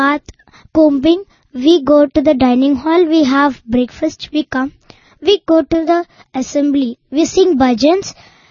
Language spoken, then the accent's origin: English; Hyderabad, Telangana, India; I was actually from Hyderabad.